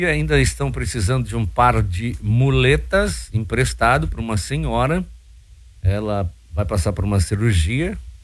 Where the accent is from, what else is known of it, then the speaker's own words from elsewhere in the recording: São Ludgero, Santa Catarina, Brazil; born there; Eu nasci em São Lugero